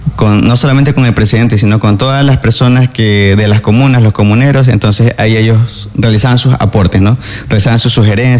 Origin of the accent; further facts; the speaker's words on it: Santa Elena, Ecuador; also born or lived in La Libertad; Bueno, soy un santelenense, nací en Libertad en realidad, pero toda mi vida he vivido en Santa Elena, en el barrio Marqués de la Plata. Hoy, actualmente, ya tengo mi propia vivienda, vivo en el barrio Carlos Rubio Infante, también en Santa Elena.